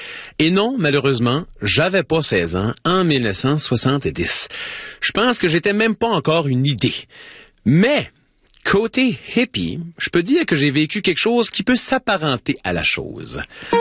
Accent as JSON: {"language": "French", "town": "Tracadie-Sheila", "region": "New Brunswick", "country": "Canada", "tie": "born or raised there", "said": "Puis mon premier contrat, c'est une amie de ma mère à Tracadie-Chaila, ma ville natale, qui organise un carnaval de papier"}